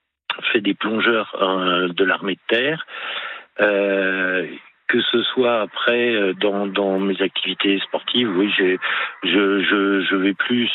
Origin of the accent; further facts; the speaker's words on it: Palaiseau, Île-de-France, France; now in Moselle, France; Moi, je suis d'origine en région parisienne.